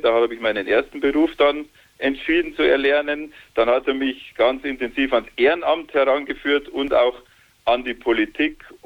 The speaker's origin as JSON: {"language": "German", "town": "Nabburg", "region": "Bavaria", "country": "Germany", "tie": "born or raised there", "moved": "yes", "lives_now": "Rottal-Inn district, Germany", "said": "Geografisch bin ich ja ein Oberpfälzer, Niederbayer, fühle mich in Rott und Kolbach aber zu Hause und pflege aber auch weiterhin meine Wurzeln in die Nappburger Heimat, wo meine Eltern und mein Bruder wohnt."}